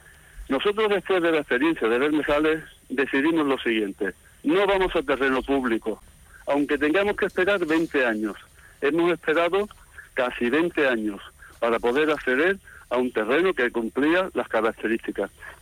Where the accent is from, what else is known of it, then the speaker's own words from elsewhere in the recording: Seville, Andalusia, Spain; somos sevillanos